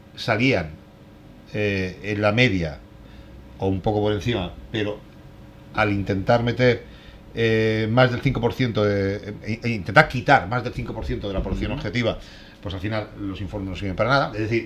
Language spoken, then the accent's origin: Spanish; Spain; como aquí en España no los tiene, como los españoles ya conocemos y sabemos lo que es el tramposo y mentiroso y sátrapa este